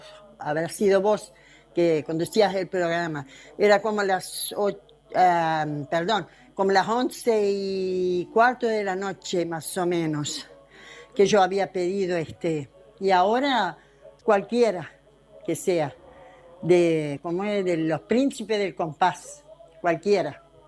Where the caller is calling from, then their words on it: General Ramírez, Entre Ríos, Argentina; de General Ramírez nuevamente